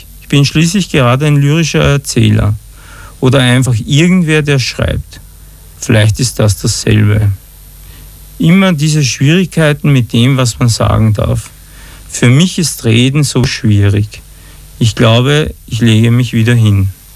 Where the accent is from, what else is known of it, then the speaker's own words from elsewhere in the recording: Austria; Und plötzlich sind wir Österreicher alle Sieger